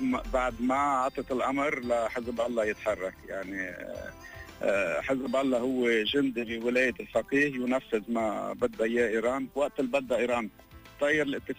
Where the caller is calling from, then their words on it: South Governorate, Lebanon; أنا ابن جنوب ابن رماش وابن عين قبل